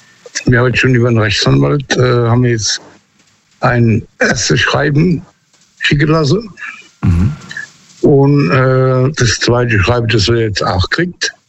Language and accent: German; Hesse, Germany; Ich bin eigentlich aus der Nähe von Biblis.